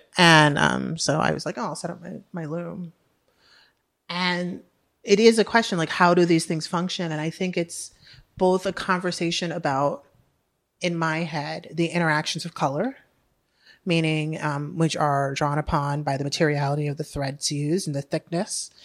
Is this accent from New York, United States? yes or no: yes; New York, United States; I grew up in Harlem, but I went to private school on the Upper East Side, right?